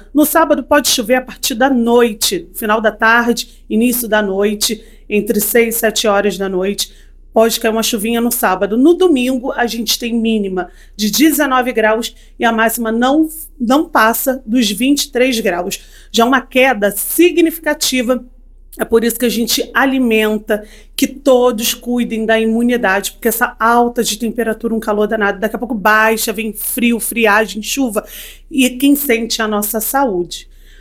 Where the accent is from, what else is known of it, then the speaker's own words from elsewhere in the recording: Brazil; sendo brasileiro